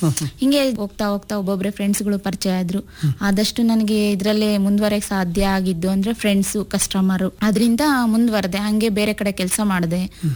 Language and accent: Kannada; Chitradurga, Karnataka, India; also born or lived in Shivamogga; now in Medehalli, India; Sir, ನಾನು ಹುಟ್ಟಿದ್ದು ಶಿವಮೊಗ್ಗ, ಬೆಳೆದಿದ್ದೆಲ್ಲ ಚಿತ್ರದುರ್ಗಾನೇ, ಇಲ್ಲೇ ಇರೋದು ಸರ್. ಈಗ ಮೆದೇಹಳ್ಳಿ ವಾಸವಾಗಿದ್ದೀವಿ ಸರ್.